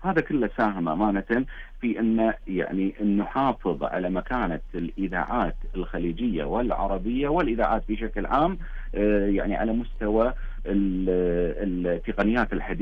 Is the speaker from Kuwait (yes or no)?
yes; Kuwait